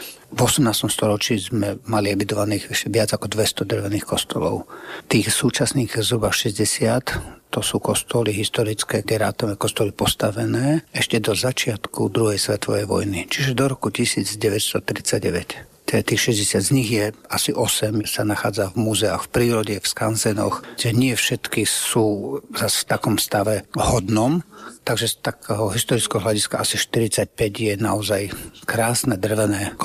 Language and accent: Slovak; Istebné, Žilina Region, Slovakia